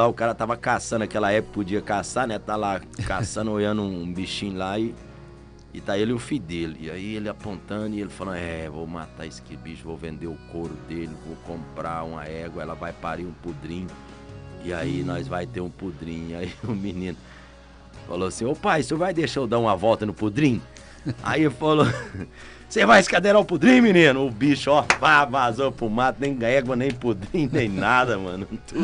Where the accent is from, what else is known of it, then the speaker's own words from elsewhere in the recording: Brazil; eu sou brasileiro